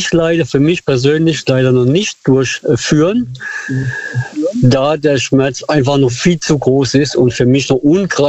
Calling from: Baden-Württemberg, Germany; Ich komme aus dem Raum Heidelberg.

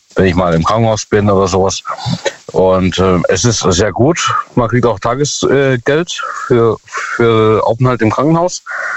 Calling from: Ottersweier, Baden-Württemberg, Germany; Jawohl, aus Ottersweier.

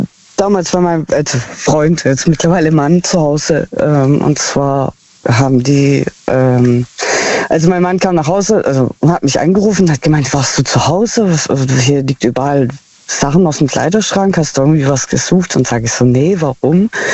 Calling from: Heilbronn, Baden-Württemberg, Germany; Aus Heilbronn.

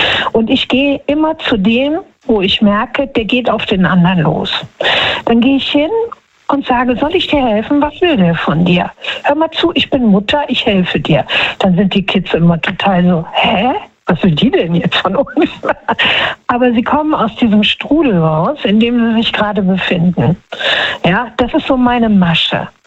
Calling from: Düsseldorf, North Rhine-Westphalia, Germany; Hallo, aus NRW.

